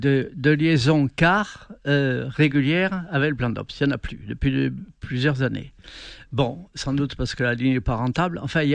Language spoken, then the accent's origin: French; Provence-Alpes-Côte d'Azur, France; chez nous, en Provence